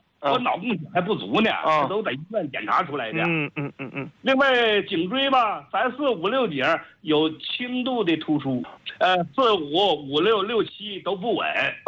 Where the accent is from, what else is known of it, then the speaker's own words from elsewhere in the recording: Jilin, China; 我家是吉林的。